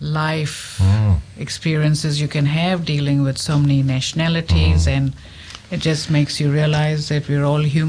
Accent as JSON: {"language": "English", "town": "Dehradun", "region": "Uttarakhand", "country": "India", "tie": "born there", "said": "Yes, I was born in India, Dehradun, which is the foothills of the Himalayas."}